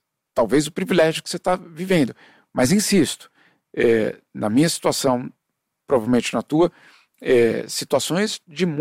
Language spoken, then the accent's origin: Portuguese; Brazil; Eu sei que eu sou brasileiro. Eu só tenho um passaporte brasileiro. Então eu tenho certeza que eu sou brasileiro. Mas ao mesmo tempo eu tenho certeza que ao não morar no Brasil